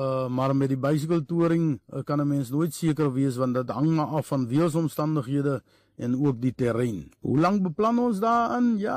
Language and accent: Afrikaans; Worcester, Western Cape, South Africa; Ons is almal daar van Woester, en ons het ten spyte van ons verskille van verskillende kulture, kom ons verskillende ras, verskillende gewoontes